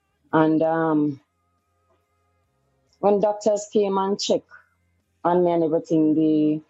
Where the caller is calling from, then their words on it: Kingston, Jamaica; I'm from Kingston, Jamaica.